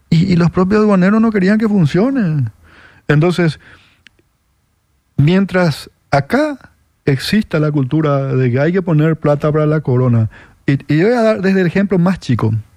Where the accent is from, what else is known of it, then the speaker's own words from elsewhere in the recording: Paraguay; lo que muchos no estamos viendo como paraguayos